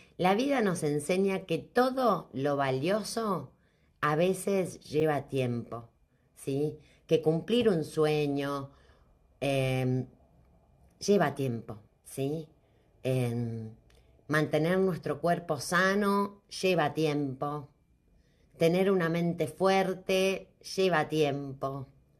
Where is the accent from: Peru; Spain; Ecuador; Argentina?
Argentina; yo soy argentina